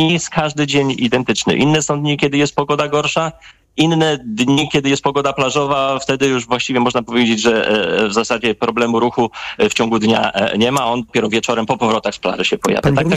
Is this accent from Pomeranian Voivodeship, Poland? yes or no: yes; Hel, Pomeranian Voivodeship, Poland; tutaj u nas w Helu